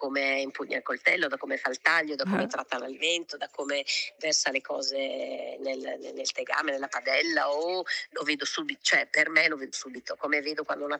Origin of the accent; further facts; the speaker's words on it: Emilia-Romagna, Italy; io sono romagnola, poi ho riscoperto le mie radici, cioè sono come, io dico sempre, sono partita, sono andata fuori, ho viaggiato tanto, poi un giorno sono tornata a casa